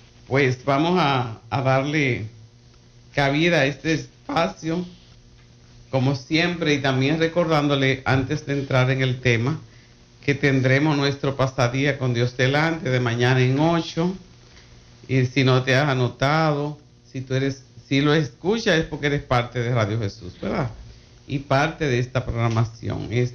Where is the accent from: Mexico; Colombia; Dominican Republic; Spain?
Dominican Republic; Le envío un abrazo desde Santiago de los Caballeros, la ciudad más linda de nuestro país